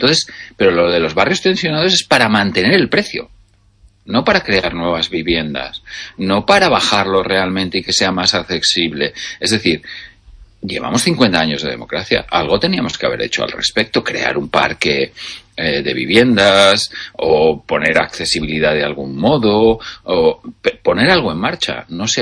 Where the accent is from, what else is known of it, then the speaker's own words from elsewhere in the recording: Zaragoza, Aragon, Spain; o volviera a mi ciudad natal, que es Zaragoza, yo desearía vivir donde había vivido toda mi vida